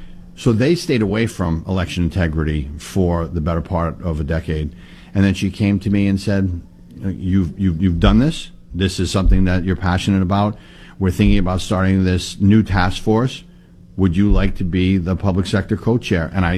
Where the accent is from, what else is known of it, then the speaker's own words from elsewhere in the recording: Woonsocket, Rhode Island, United States; I am in the north part of Rhode Island. I represent my hometown city of Woonsocket, Rhode Island, and a small piece of North Smithfield.